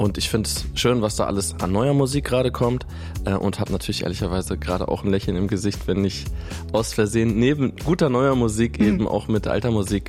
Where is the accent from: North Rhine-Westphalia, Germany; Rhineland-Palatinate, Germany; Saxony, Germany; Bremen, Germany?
Bremen, Germany; moved away; ich bin ja aus Bremen quasi.